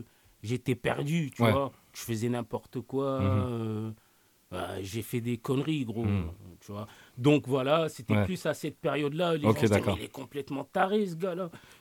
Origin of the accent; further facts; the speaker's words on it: France; born there; je suis né en France, je me sens français.